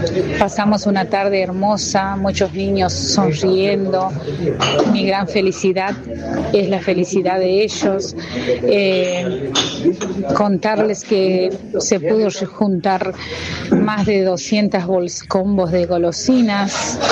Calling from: Soconcho, Santiago del Estero, Argentina; en la comunidad de Soconcho y sus alrededores.

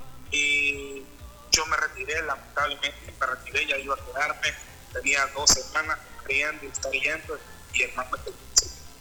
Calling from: Honduras; soy de Honduras, hermano.

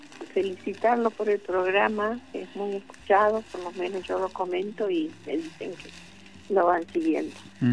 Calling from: Frías, Santiago del Estero, Argentina; de Frías, Santiago del Estero.

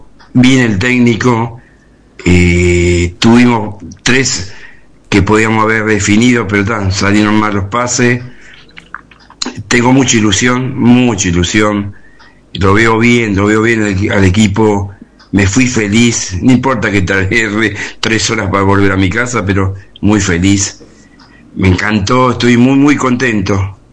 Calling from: San Fernando, Buenos Aires Province, Argentina; Gente, buen lunes y buena semana. … de San Fernando.

